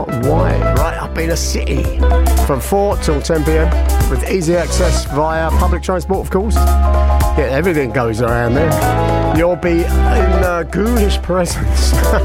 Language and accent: English; London, United Kingdom; born there; I was born in Hornsey, North London.